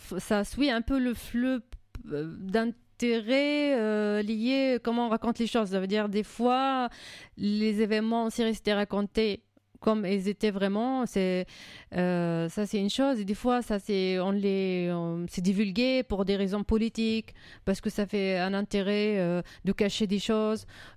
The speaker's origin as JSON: {"language": "French", "country": "Syria", "tie": "born there", "moved": "yes"}